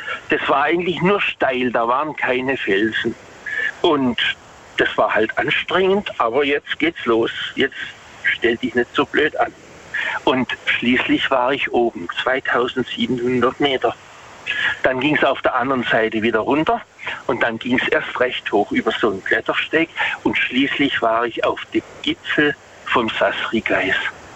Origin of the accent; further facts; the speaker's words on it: Waghäusel, Baden-Württemberg, Germany; Also ich komme aus Waghäusel.